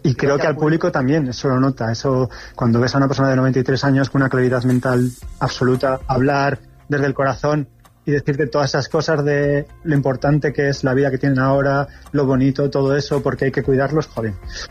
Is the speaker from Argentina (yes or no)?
no; Aragon, Spain; moved away; que es de mi tierra